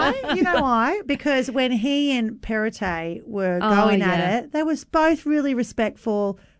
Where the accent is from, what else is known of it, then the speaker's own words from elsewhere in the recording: Macarthur, New South Wales, Australia; I grew up in MacArthur, and that's John MacArthur, named under John MacArthur.